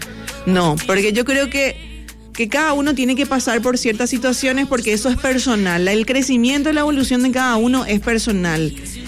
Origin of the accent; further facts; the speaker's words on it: Paraguay; Y sabes, también nosotros como paraguayos creo que nos identificamos mucho también con la historia de Noruega